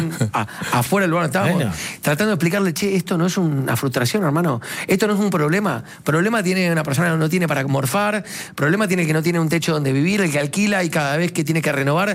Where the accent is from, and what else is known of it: Argentina